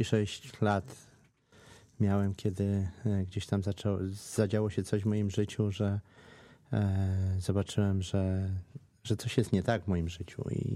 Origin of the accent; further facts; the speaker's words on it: Warsaw, Masovian Voivodeship, Poland; wychowałem się na warszawskiej Pradze, nie?